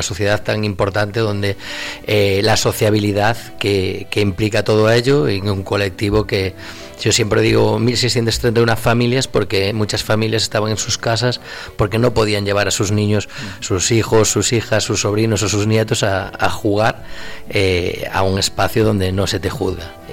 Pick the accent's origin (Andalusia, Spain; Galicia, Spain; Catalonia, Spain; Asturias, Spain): Galicia, Spain; Santiago de Compostela; also born or lived in Madrid; now in Gran Canaria, Spain; yo estuve muchísimos años en Galicia, lógicamente, es donde nací, y después estuve en Madrid, pues otros muchos años